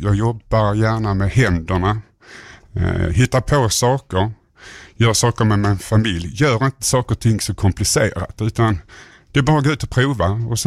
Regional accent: Svedala, Skåne, Sweden; also born or lived in Umeå; now in Malmö, Sweden; jag är uppvuxen också i Myllan, fast på andra sidan kommungränsen i Svedala kommun. Jag bodde där längs 108 vid slottet ungefär, på den sidan där. Och som tonåring flyttade jag in till Malmö.

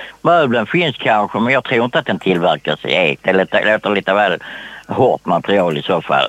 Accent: Sweden; jag är uppväxt här uppe i Eskrokarna

